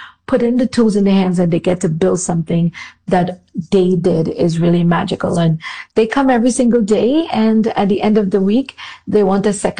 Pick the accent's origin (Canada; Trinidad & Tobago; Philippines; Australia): Trinidad & Tobago; now in New York City, United States; growing up in Trinidad and Tobago